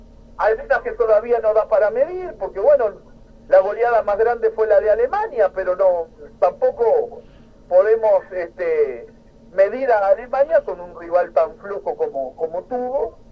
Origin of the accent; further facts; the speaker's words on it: Uruguay; como uruguayo que soy